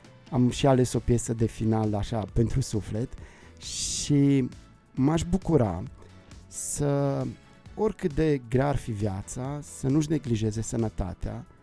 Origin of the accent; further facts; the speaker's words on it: Transylvania, Romania; Eu sunt din Ardeal